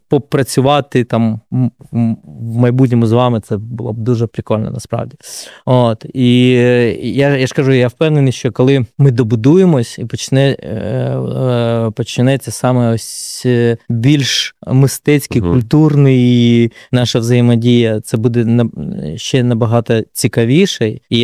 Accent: Kharkiv, Kharkiv Oblast, Ukraine; я з Харкова

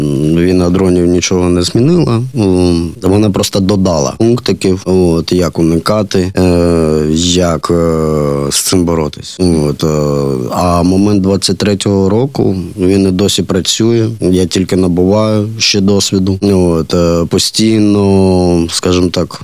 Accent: Kharkiv, Kharkiv Oblast, Ukraine; це мій рідний місто.

